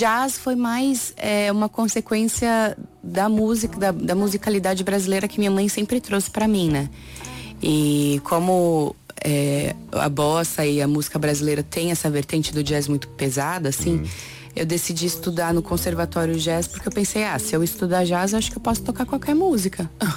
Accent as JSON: {"language": "Portuguese", "town": "São Martinho", "region": "Madeira", "country": "Portugal", "said": "Eu cheguei aqui quarta passada, aí eu fiz o festival na minha terra, Diversidade Cultural, pela TV, na minha terra TV."}